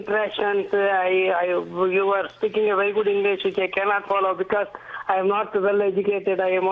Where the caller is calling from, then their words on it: Coimbatore, Tamil Nadu, India; English is a second language; I am from Coimbatore, Ratnam.